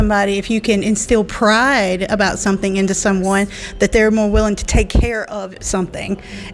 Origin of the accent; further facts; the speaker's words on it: Mississippi, United States